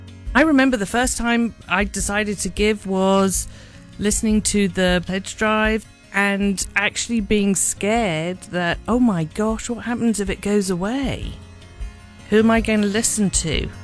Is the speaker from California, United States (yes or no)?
no; Edmond, Oklahoma, United States; from Edmund, part of the community of listeners that supports KGOU with an annual contribution.